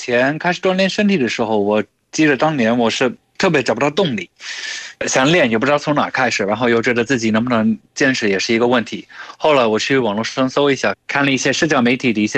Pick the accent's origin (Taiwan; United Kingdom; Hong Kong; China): United Kingdom; 我是来自英国的